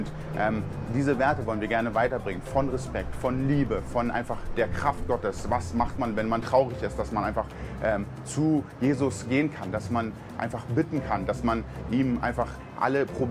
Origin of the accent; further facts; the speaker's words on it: Berlin, Germany; Ich komme aus Berlin